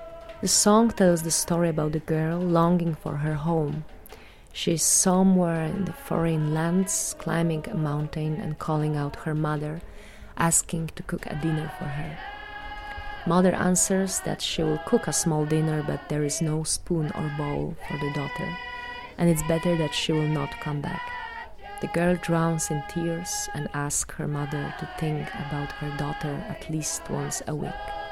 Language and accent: English; Poland; now in Berlin, Germany; I'm originally from Poland and currently living in Berlin.